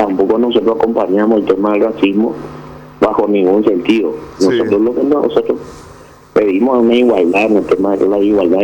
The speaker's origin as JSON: {"language": "Spanish", "country": "Paraguay"}